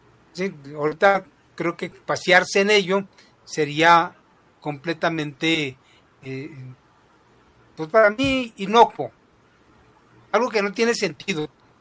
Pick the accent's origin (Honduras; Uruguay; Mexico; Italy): Mexico; nuestra conciencia como mexicano